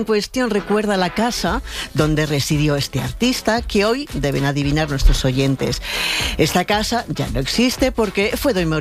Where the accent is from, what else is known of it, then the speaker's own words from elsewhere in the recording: Madrid, Community of Madrid, Spain; Yo aquí soy madrileña, ¿eh?